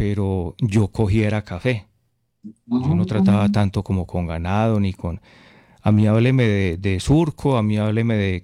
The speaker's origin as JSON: {"language": "Spanish", "country": "Colombia", "tie": "born or raised there", "said": "crecí pues directamente ahí en zona cafetera."}